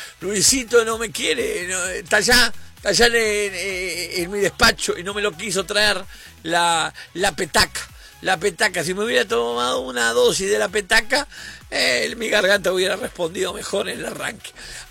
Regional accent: Uruguay; Nosotros somos Uruguay, nosotros somos la garra charrúa.

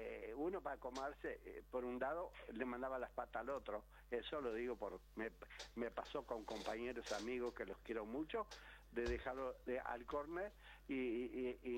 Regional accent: Montevideo, Uruguay; moved away; cuando yo, años atrás, cuando me vine de Montevideo para acá, usted me escuchaba a mí, iba a ver una fiera.

